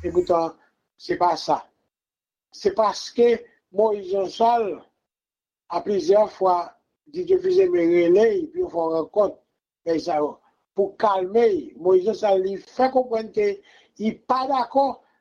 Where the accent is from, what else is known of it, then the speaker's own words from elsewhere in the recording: Haiti; Moi mes pays d'Haïti, parle pas sain.